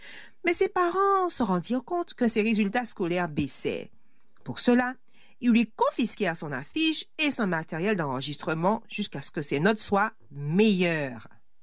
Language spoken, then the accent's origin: French; Pointe-Noire, Republic of the Congo; chez nous à Malendu, Pointe-Noire